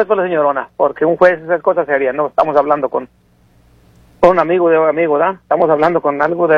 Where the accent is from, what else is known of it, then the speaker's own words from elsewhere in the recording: San Juan de los Lagos, Jalisco, Mexico; yo soy ranchero jalisciense, nacido en San Juan de los Lagos, Jalisco, ranchero que todavía me la llevo con los caballos y el ganado aquí